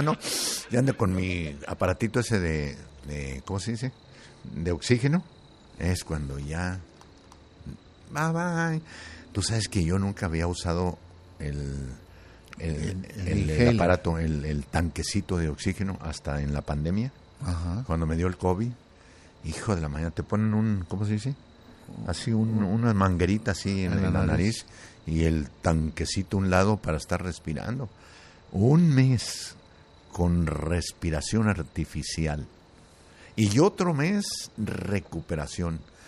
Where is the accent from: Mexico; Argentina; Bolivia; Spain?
Mexico